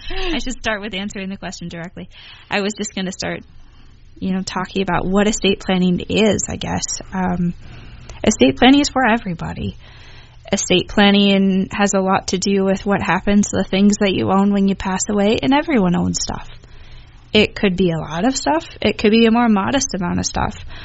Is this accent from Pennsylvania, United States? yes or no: no; Appleton, Wisconsin, United States; I am from Appleton. I went to St. Norbert for undergrad and Marquette for law school. Immediately after graduating, I kind of came back to Appleton.